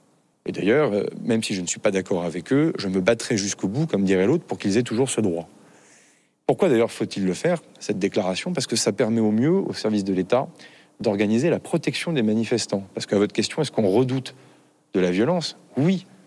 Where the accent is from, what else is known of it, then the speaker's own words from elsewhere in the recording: Vernon, Normandy, France; la ville dans laquelle je suis élu, dans laquelle j'ai grandi, à Vernon dans l'Eure.